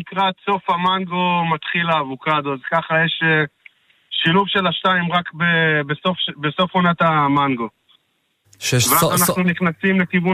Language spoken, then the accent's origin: Hebrew; Ma'agan, Northern District, Israel; moved away as an adult; now in Tel Katzir, Israel; אני בן 36, אני מקיבוץ מעגן.